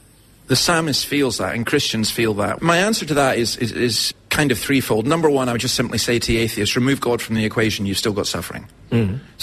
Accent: Scotland, United Kingdom; I'm a Scottish Calvinist

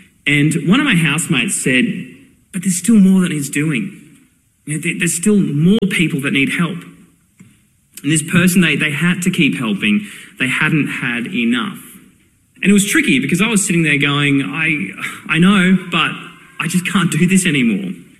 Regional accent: Brisbane, Queensland, Australia; Brisbane, my hometown

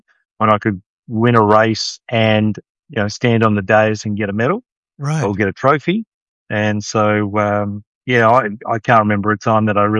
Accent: Rockhampton, Queensland, Australia; So, yeah, I grew up in Rockhampton, Des, and I've got two brothers and two sisters.

